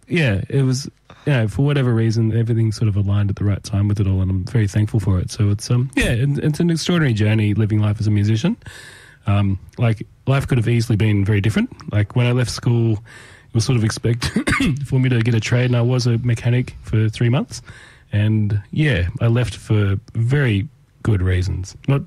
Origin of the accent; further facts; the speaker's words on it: Tamworth, New South Wales, Australia; I grew up in Tamworth, yes.